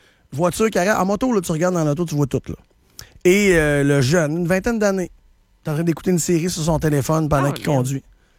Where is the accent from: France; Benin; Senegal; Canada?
Canada; Ben, on remarque que je suis Canadien.